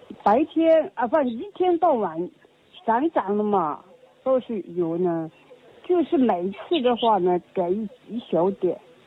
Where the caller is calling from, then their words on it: Kunming, Yunnan, China; 昆明的。